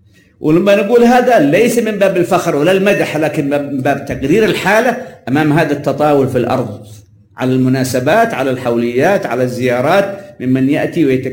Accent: Yemen

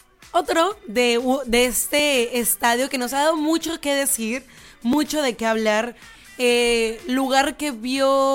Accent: Mexico

